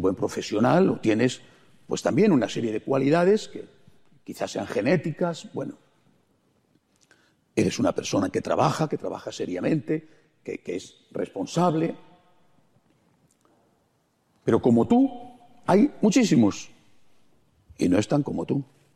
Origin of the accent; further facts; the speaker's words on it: Spain; En mi país, en España